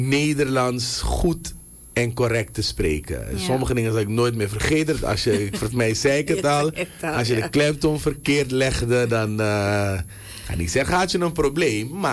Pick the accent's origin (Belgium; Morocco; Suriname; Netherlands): Suriname; Thuis opgroeien als kind in Suriname. Er werd niet heel veel Sranantongo tegen ons gesproken.